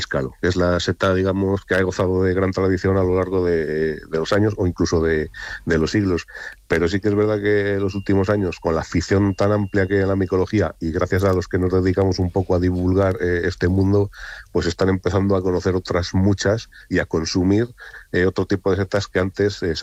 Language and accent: Spanish; Montemayor de Pililla, Castile and León, Spain; born or raised there